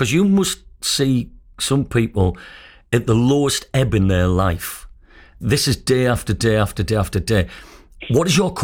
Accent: Trimdon, North East England, United Kingdom; I'm from Trimden.

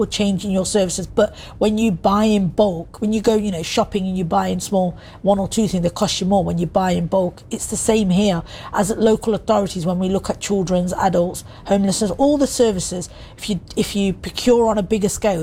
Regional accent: Nottingham, East Midlands, United Kingdom; somebody who's born and raised in Nottingham and lived here all my life, as a resident

